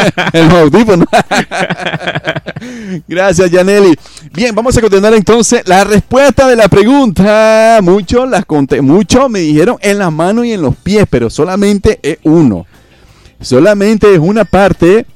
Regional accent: Nicaragua; Así somos los nicaragüenses

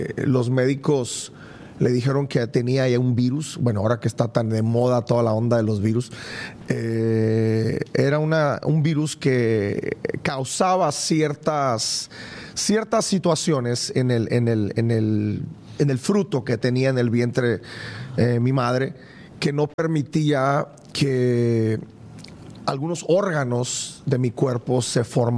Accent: Culiacán, Sinaloa, Mexico; born there; yo soy de una ciudad un poquito conocida en el mundo. Yo soy de Culiacán, Sinaloa.

